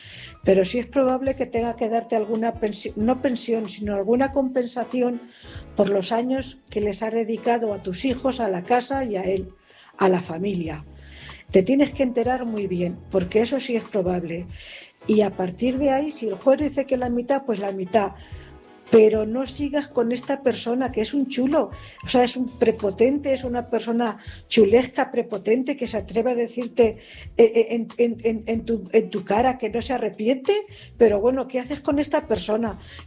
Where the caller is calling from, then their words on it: Cuenca, Castilla-La Mancha, Spain; corresponsal de Cuenca.